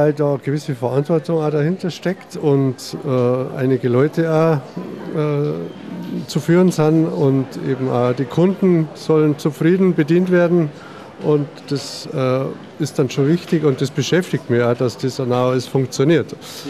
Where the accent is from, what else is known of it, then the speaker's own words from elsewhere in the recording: Bavaria, Germany; now in South Tyrol, Italy; wir sind aus Deutschland, aus Bayern und jetzt sind wir eben hier in Südtirol und erholen uns wieder.